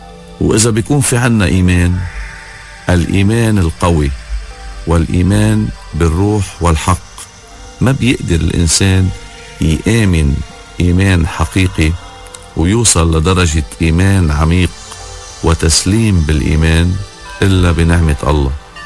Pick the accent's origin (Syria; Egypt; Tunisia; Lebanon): Lebanon; نحن منشكر الله كلبنانية على قديسينا.